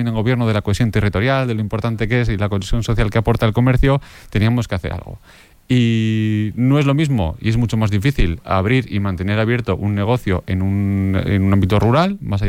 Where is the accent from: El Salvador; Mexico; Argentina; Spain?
Spain; Estella, Navarre; Por ejemplo, en Estella, de donde soy yo, hay comercios de gente joven que al final se han sumado